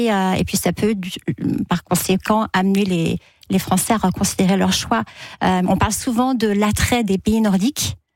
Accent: Brittany, France; je suis bretonne

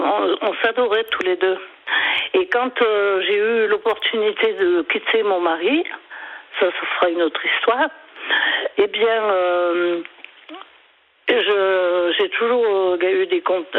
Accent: Lyon, Auvergne-Rhône-Alpes, France; born there

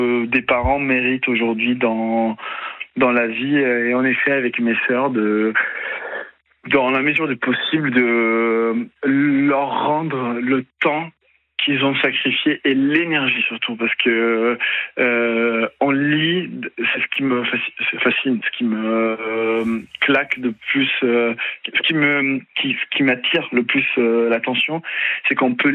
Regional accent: Morocco; Vous savez, quand on est marocain, en fait, ma mère, elle me dit que Dieu te protège. Parce qu'on est très croyants, on est musulmans, on est donc la religion fait partie vraiment de notre vie quotidienne.

